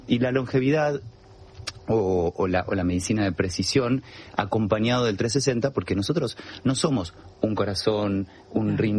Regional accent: Argentina; Para mí, como argentino, estar en un programa de radio de España, de Madrid, que quiero tanto, para mí es un privilegio

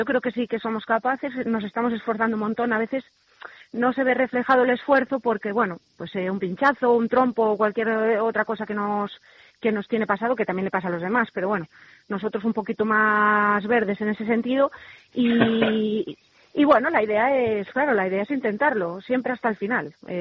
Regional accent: Ponferrada, Castile and León, Spain; Sí, León es mi tierra, aunque bueno, ya sabéis que yo soy medio, al final soy de Ponferrada

